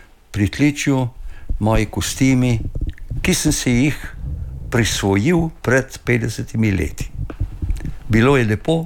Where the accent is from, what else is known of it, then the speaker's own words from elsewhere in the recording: Mokronog, Southeast Slovenia, Slovenia; moved away; v Mokronogo, v mojem rojstnem kraju, po poteh, kjer sem pasel krave, kjer sem razdiral bombe, kjer sem korakal z italijansko godbo